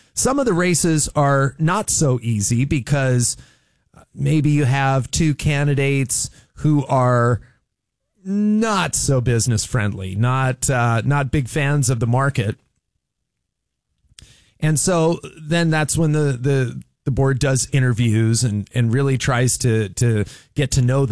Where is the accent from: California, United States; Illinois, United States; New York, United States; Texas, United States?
California, United States; Orange County; now in Central Valley, California, United States; I'm from Orange County, which for over a century was the most reliably Republican county in the United States. It's not anymore.